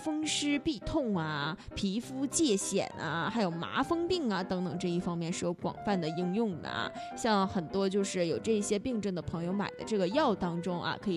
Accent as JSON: {"language": "Chinese", "region": "Northeast China", "country": "China", "said": "其实像咱们东北这边"}